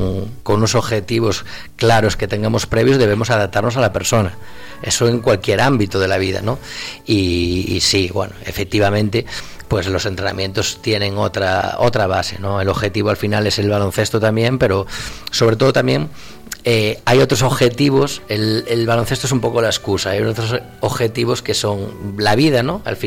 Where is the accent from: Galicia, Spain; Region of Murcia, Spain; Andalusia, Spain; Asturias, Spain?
Galicia, Spain; Santiago de Compostela; also born or lived in Madrid; now in Gran Canaria, Spain; yo estuve muchísimos años en Galicia, lógicamente, es donde nací, y después estuve en Madrid, pues otros muchos años